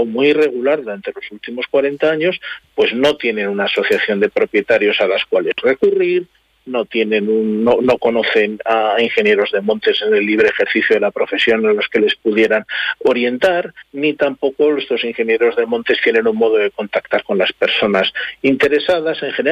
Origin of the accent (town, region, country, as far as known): Aragon, Spain